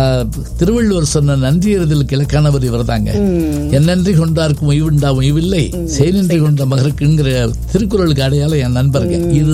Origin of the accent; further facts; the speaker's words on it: Tamil Nadu, India; now in Madurai, India; நான் கிராமத்துல வளர்ந்த பையன்